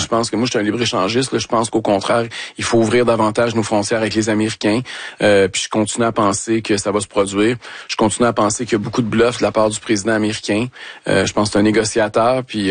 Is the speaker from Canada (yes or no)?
yes; Quebec, Canada; C'est pas bon pour nous en tant que Québécois, en tant que Canadiens.